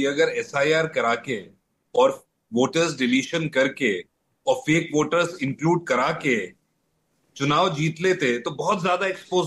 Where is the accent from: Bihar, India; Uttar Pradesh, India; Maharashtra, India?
Uttar Pradesh, India; Rampur; मैं जिस जिले से आता हूं, रामपुर यूपी से